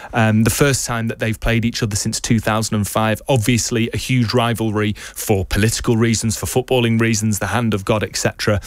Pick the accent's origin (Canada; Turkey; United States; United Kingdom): United Kingdom; England